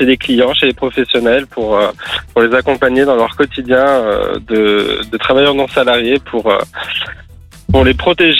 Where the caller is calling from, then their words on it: Cellieu, Auvergne-Rhône-Alpes, France; J'habite à Cellieu dans la Loire